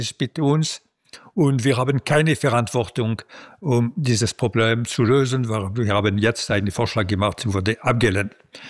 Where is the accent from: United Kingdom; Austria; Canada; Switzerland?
Switzerland; Als Schweizer bin ich für die Verfassung.